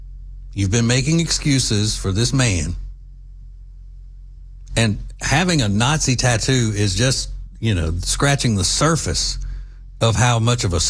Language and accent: English; Louisiana, United States; also born or lived in Alabama; I was born and raised in Louisiana. So I'm an LSU fan.